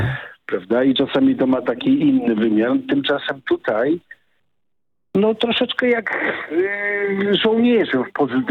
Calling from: Warsaw, Masovian Voivodeship, Poland; My jesteśmy z Warszawy.

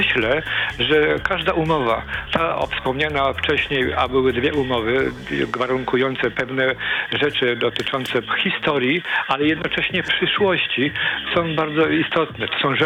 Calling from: Gdynia, Pomeranian Voivodeship, Poland

